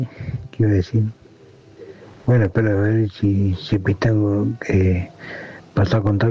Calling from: Trelew, Chubut, Argentina; acá de Telu Chubut.

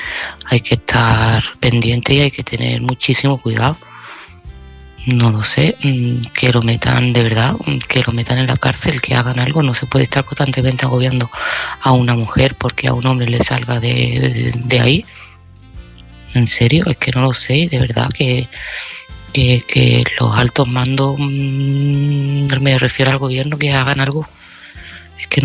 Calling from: Seville, Andalusia, Spain; de Sevilla y este mensaje va para Ángeles.

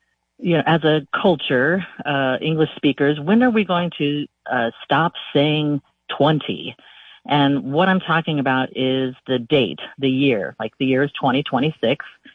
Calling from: Santa Cruz, California, United States; I'm calling from Santa Cruz, California.

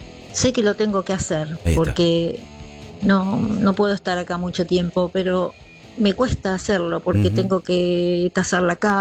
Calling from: Quilmes, Buenos Aires Province, Argentina; de Quilmes.

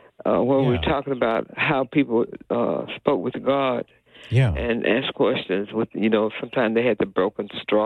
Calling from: Atlanta, Georgia, United States; from Atlanta

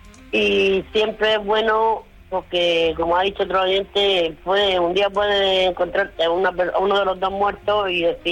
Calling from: Murcia, Region of Murcia, Spain; de Murcia, corresponsal de Murcia.

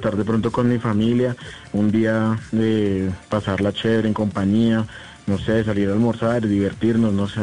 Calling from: Bogotá, Colombia; En Suba, Bogotá.

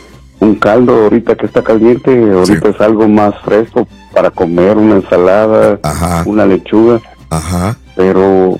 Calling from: Guatemala; Somos de Guatemala.

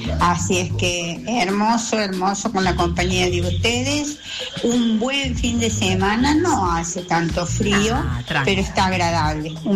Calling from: Córdoba, Argentina; de Barrio Las Palmas

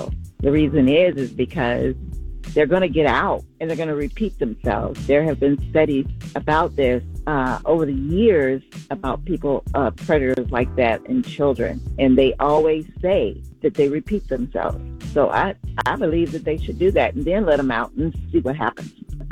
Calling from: Baton Rouge, Louisiana, United States; calling from Baton Rouge, Louisiana.

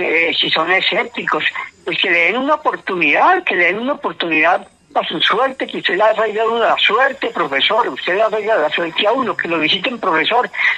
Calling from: Bogotá, Colombia; Yo vivo aquí en Las Ferias, en Bogotá.

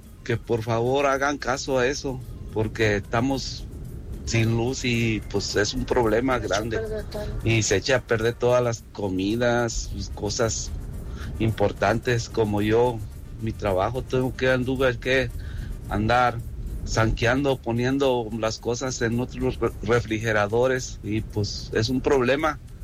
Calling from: Palmillas, Colima, Mexico; de Palmillas

